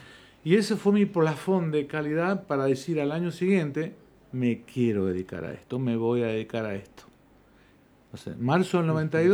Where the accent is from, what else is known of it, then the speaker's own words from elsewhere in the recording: Tartagal, Salta, Argentina; born there; also born or lived in Rosario / Jujuy / Chubut; now in Mendoza, Argentina; Te puedo decir, mira, nací en Tartagal, me bautizaron en Rosario de Santa Fe. Mi cédula de identidad es de Jujuy, mi primer DNI es de Comodoro Rivadavia, provincia de Chubut.